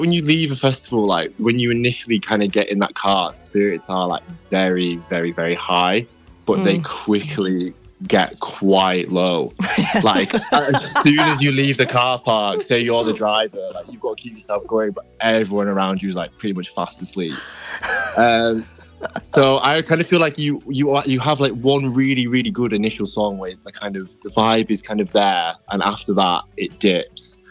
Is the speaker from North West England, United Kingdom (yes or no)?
yes; North West England, United Kingdom; I'm from Cumbria.